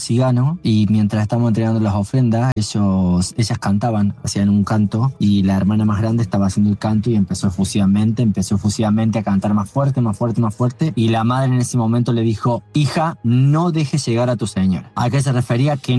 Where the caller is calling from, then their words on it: Villa María, Córdoba, Argentina; de Villa María.